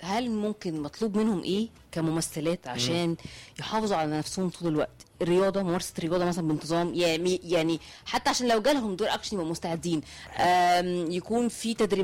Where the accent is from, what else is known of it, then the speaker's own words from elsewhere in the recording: Egypt; عندنا في مصر